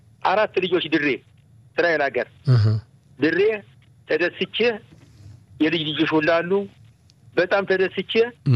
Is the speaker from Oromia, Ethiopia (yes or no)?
no; Gondar, Amhara, Ethiopia; አሁንማ ገና ጎንደር ግባ ስል እንትን ቢልኮን ውጣ ስል እንዲያው ወዴ ተሸበረ ያደኩበት ሀገር ነው ጎንደር